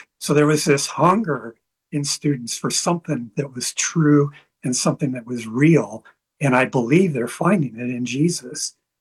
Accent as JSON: {"language": "English", "region": "Indiana", "country": "United States", "tie": "born or raised there", "said": "And we have two kids. One lives on the West Coast and one lives here in Indiana, where I'm from."}